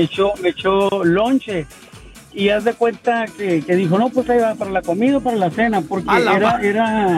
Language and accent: Spanish; Ciudad Obregón, Sonora, Mexico; now in Tucson, United States; Yo soy de Ciudad Obregón, Sonora.